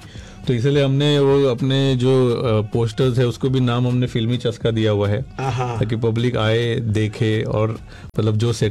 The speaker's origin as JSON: {"language": "Hindi", "town": "Mumbai", "region": "Maharashtra", "country": "India", "said": "मैं मुंबई से आता हूँ"}